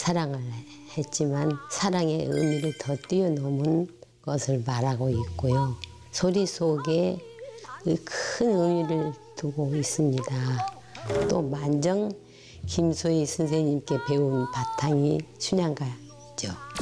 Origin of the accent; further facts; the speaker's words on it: Namwon, North Jeolla, South Korea; 제 고향이 남원이거든요. 남원은 춘향의 고장이고요.